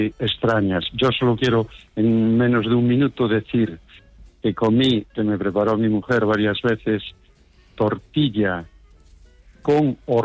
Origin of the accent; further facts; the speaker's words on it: Covelo, Galicia, Spain; soy de Covelo, del municipio de Covelo, con V, provincia de Pontevedra, comunidad autónoma de Galicia.